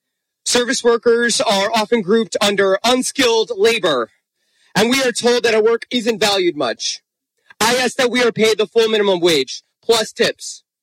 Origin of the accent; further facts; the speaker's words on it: Bridgeport, Connecticut, United States; I'm from Bridgeport, Connecticut.